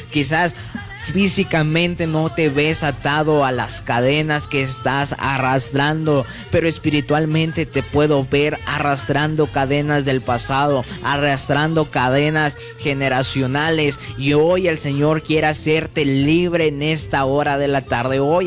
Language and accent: Spanish; Mexico; porque somos mexicanos